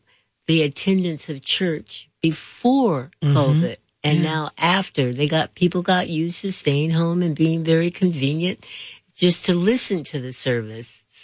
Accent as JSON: {"language": "English", "town": "Hollywood", "region": "California", "country": "United States", "said": "you know, I'm from Hollywood, and I call it Hollyweird."}